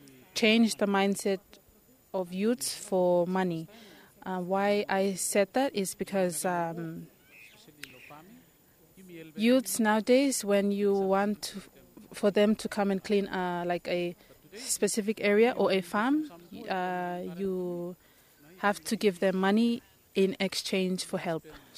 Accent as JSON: {"language": "English", "town": "Epau", "region": "Shefa", "country": "Vanuatu", "said": "I am from Epau Village, and I do specifically Tahitian farming."}